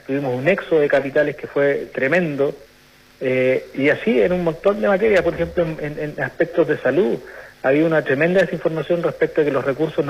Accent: Chile

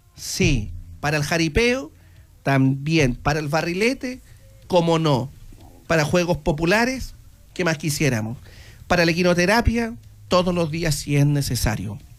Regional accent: Linares, Maule, Chile; los chilenos y los linarenses somos bien nacidos

